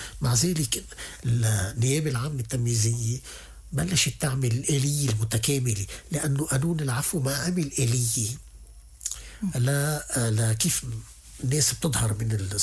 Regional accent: Lebanon; عندنا بلبنان

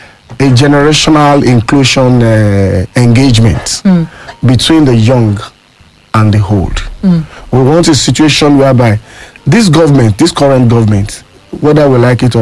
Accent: Ibadan, Oyo, Nigeria; So I am from Oyo State. I'm from Ibadan.

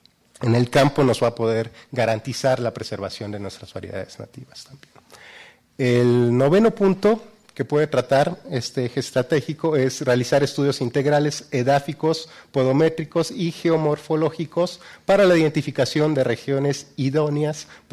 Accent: Mexico; lo que conocemos ya como mexicanos de generación en generación

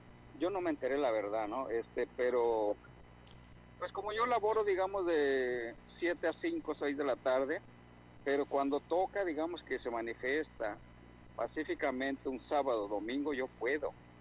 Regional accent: Baja California, Mexico; also born or lived in Tijuana; now in Tecate, Mexico; a pesar que no soy nativo de Baja California, pero yo le tengo un cariño a mi Baja California. Desde los 5 años estoy aquí

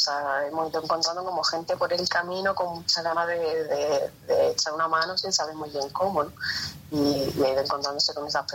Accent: Málaga, Andalusia, Spain; now in Asturias, Spain; Yo soy malagueña, sí, sí, como se puede ver por el acento, ¿no? Lo que pasa es que llevo un tiempo viviendo aquí en Asturias

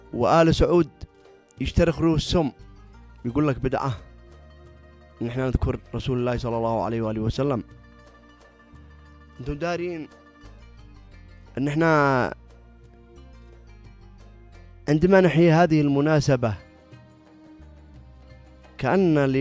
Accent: Yemen; لتدفعنا اليمنيين

